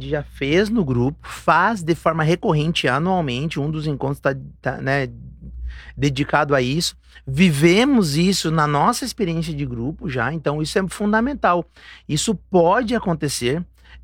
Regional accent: Veranópolis, Rio Grande do Sul, Brazil; Morávamos em São Paulo na época, a gente estava estudando e trabalhando por lá, nós somos aqui de Veranópolis, né?

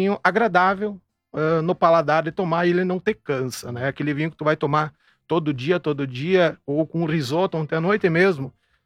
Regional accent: Brazil; Natural aqui da comunidade de Santo Isidoro, interior. Agricultor, família também de agricultores.

